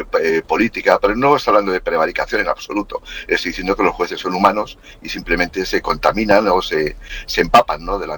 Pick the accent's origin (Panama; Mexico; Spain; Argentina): Spain; Castile; Una cosa sobria, como somos los castellanos, un cafelito.